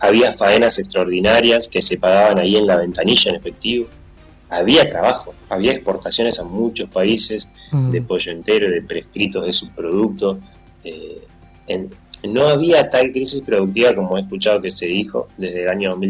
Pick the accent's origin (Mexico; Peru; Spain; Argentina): Argentina; Capitán Sarmiento, Buenos Aires Province; Yo soy de Capitán Sarmiento, provincia de Buenos Aires, al norte de Buenos Aires